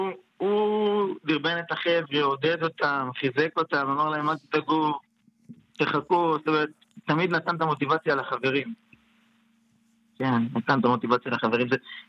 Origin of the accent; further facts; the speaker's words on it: Ashdod, Southern District, Israel; אנחנו מאשדוד.